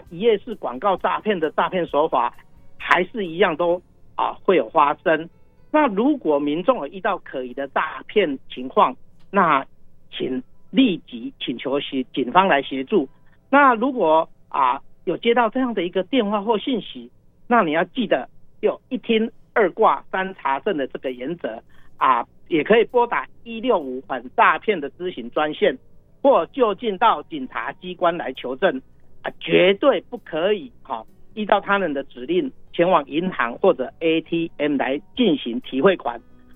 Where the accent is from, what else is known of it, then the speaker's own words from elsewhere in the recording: Changhua County, Taiwan; 也欢迎啊全国各地的这个游客到我们彰化这边来，来这边吃肉眼啊，吃控骂崩